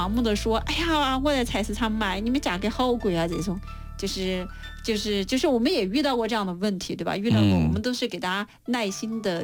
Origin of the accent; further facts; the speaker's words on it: China; 我觉得是我们就是中国人会吃的很，